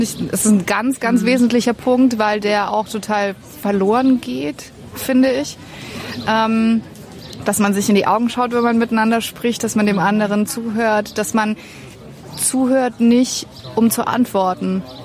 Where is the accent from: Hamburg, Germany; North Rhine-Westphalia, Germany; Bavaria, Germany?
Bavaria, Germany; Augsburg; ich komme aus Augsburg